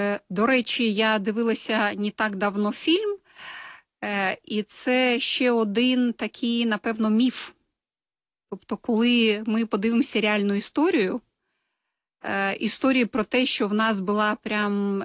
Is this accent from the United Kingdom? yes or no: no; Belarus; Ми ж терплячі, ми ж білоруси.